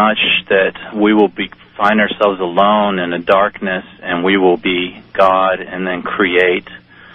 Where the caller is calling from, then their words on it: Austin, Texas, United States; I'm calling from Austin, Texas.